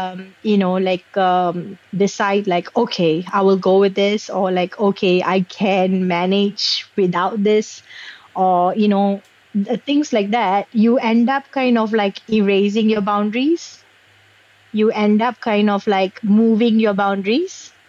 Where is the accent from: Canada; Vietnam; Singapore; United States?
Singapore; born or raised there